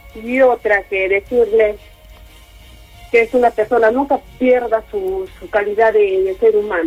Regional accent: Arequipa, Peru; born there; acá yo soy una pobladora de Jorge Chávez. He nacido y sigo acá en Jorge Chávez.

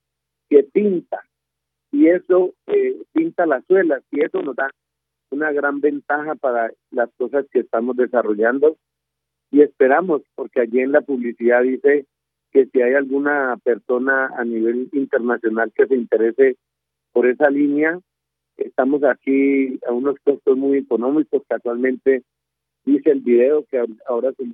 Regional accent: Colombia; todos somos colombianos

